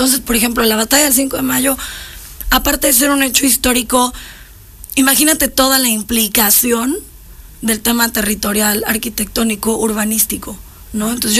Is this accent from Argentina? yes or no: no; Puebla, Mexico